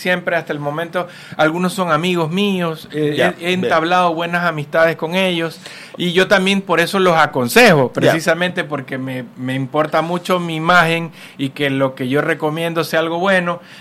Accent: Ecuador

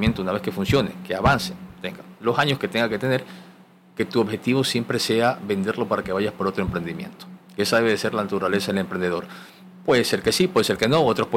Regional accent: Ecuador; como ecuatorianos y como latinoamericanos

